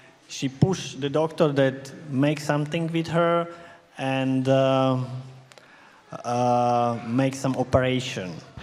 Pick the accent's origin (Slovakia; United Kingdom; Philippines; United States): Slovakia; Banská Bystrica, Banská Bystrica Region; English is a second language; my city where I am from Banska Bystrica.